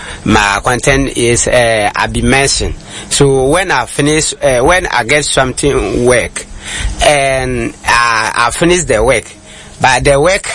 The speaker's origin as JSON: {"language": "English", "town": "Tatale", "region": "Northern Region", "country": "Ghana", "first_language": "Konkomba", "said": "I came from Tatali North."}